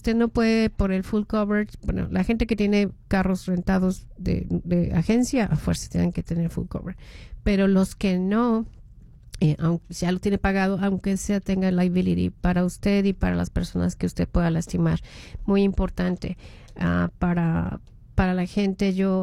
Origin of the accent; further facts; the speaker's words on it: Mexico City, Mexico; now in United States; Ah, yo soy de la Ciudad de México, así que pues mi mero mole.